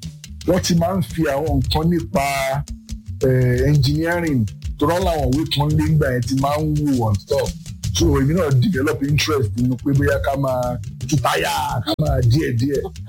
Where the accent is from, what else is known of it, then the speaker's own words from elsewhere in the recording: Ibadan, Oyo, Nigeria; Ọmọ Ìbàdàn bí mi ni Ìbàdàn bí la bí mi sí.